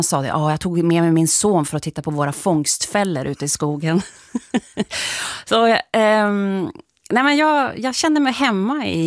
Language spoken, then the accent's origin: Swedish; Krokom, Jämtland County, Sweden; also born or lived in Umeå / Sävar; Då hamnade vi i Krokom, och det är alltså utanför Östersund.